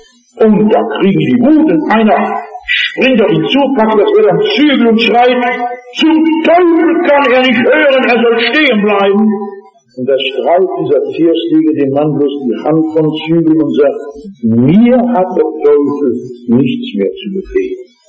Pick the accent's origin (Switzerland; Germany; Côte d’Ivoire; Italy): Germany; Rhineland; ich komme aus dem Rheinland